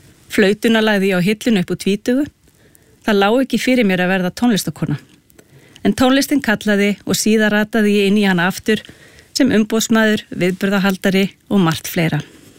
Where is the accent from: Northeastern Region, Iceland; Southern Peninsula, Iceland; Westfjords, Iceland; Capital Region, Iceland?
Southern Peninsula, Iceland; Keflavík; Sjálf ég alinn upp á stað sem Íslendingar hafa valið að kalla rokraskat. Ég að tala Keflavík, suðu með sjó. Það var samt ljúft og gott að alast þar upp